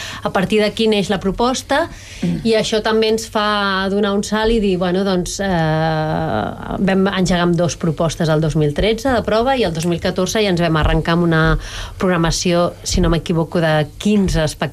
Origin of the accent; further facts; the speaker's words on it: Barcelona, Catalonia, Spain; com a barcelonins